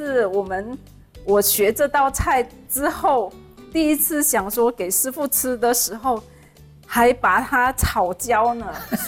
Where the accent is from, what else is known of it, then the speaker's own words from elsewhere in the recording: Malaysia; moved away; 我是来自马来西亚，马来西亚大家都知道是很热的天气。